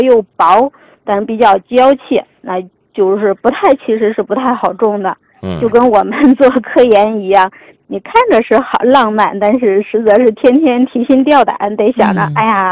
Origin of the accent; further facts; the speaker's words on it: China; 我们其实我们中国人走到哪儿都喜欢去种点什么